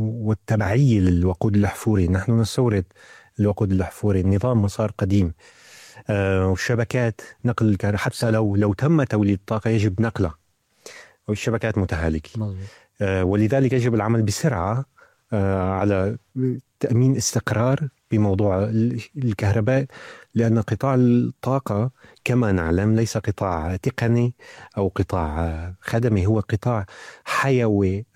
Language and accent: Arabic; Salamiyah, Hama Governorate, Syria; moved away as an adult; بمدينتي الصغيره سلميه.